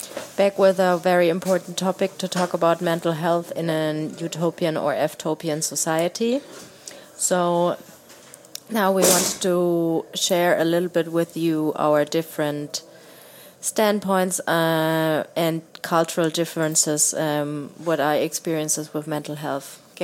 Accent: southern Germany, Germany; moved away; also born or lived in Berlin; I'm from Germany. I grew up in the south of Germany, more like a small town.

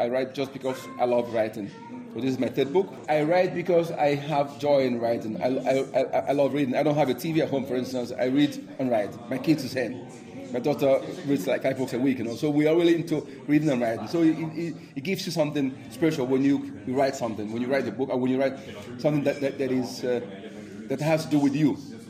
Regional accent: Nigeria; born there; moved away as an adult; I was born in Nigeria. Igbo, born, been living here now since 1994, quite a long time. I actually came to Europe to do a PhD at King's College

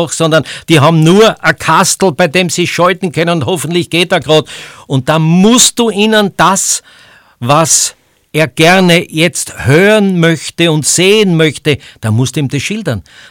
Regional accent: Styria, Austria; accent: Styrian

